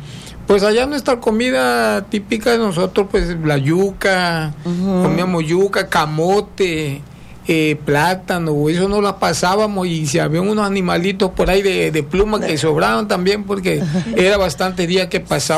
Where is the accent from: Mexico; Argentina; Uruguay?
Mexico; Sánchez Magallanes, Tabasco; moved away; yo vengo de Sánchez Magallanes